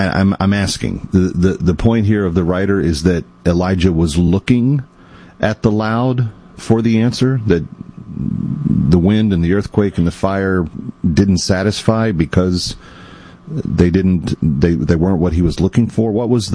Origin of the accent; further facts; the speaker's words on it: Texas, United States; growing up in Texas.